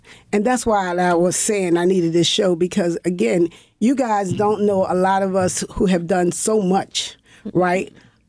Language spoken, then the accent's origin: English; Baltimore, Maryland, United States; So I grew up here in Baltimore, 10 children, but my mother actually grew up in North Carolina, and she was only one of two, right?